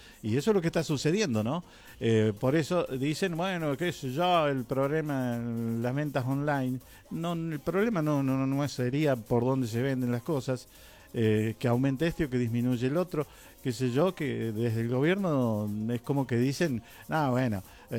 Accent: Argentina; Argentina, mi tierra querida, mi país.

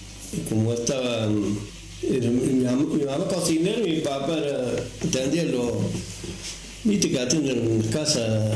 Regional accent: Alpa Corral, Córdoba, Argentina; also born or lived in Río Cuarto; Nací aquí en Alpacorral

